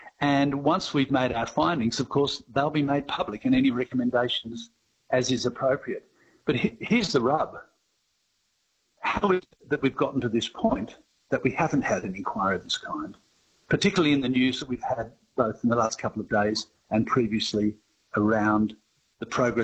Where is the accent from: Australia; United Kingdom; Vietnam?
Australia; as Australian citizens